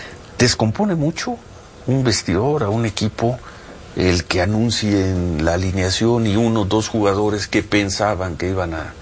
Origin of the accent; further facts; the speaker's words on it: Mexico; somos mexicanos.